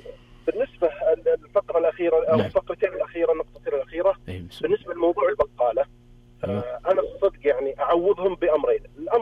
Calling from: Riyadh, Riyadh Province, Saudi Arabia; انا من الرياض.

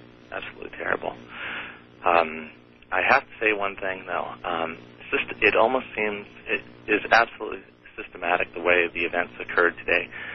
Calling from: Costa Mesa, California, United States; in Costa Mesa, California.

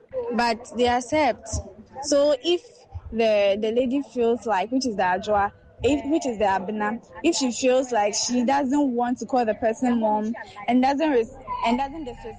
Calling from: Achimota, Greater Accra, Ghana; I'm calling from Achimota.

